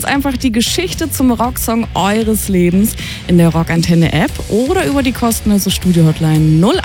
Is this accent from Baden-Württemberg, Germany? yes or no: no; Rhineland-Palatinate, Germany; Also für mich als Pfälzerin ging's.